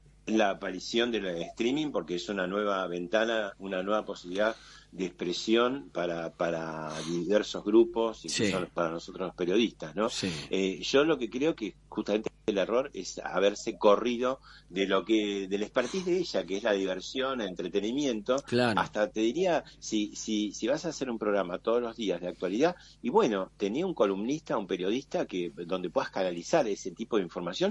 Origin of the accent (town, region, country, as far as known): Argentina